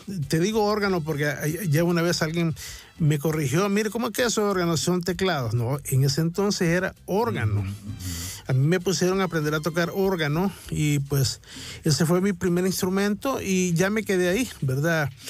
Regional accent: San Miguel, El Salvador; born there; Yo nací en San Miguel en 1964, en el mes de marzo, un 10 de marzo, ¿verdad? Vengo de familia de que mi padre, sus orígenes son en la ciudad de Usulután. Allá, pues, en el oriente del país.

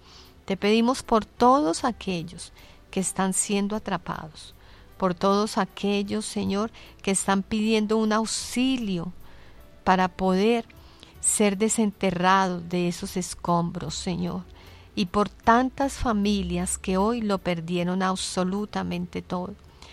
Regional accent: Colombia; todos nosotros como colombianos

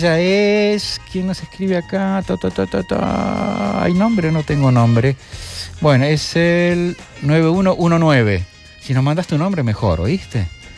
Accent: Argentina; moved away; Chicato, decimos en Argentina

